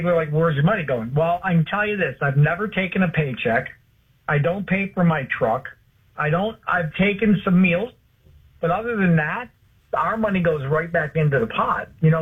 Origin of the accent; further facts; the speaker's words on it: Detroit, Michigan, United States; I grew up in Detroit.